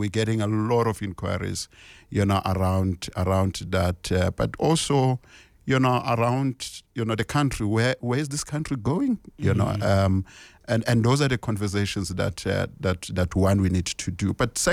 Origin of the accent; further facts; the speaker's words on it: Orange Farm, Gauteng, South Africa; I come from Orange Farmer.